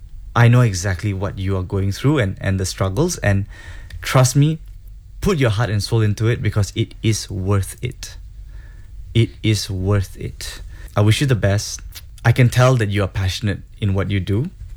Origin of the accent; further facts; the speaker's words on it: Singapore; also born or lived in Hong Kong; I grew up in Singapore. I grew up in Hong Kong. Studied in Australia.